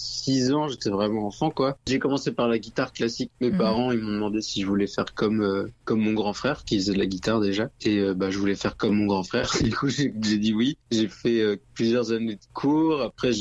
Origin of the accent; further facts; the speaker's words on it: Tours, Centre-Val de Loire, France; comme je viens de Tours, il y a tout le temps des trucs à aller voir musicalement.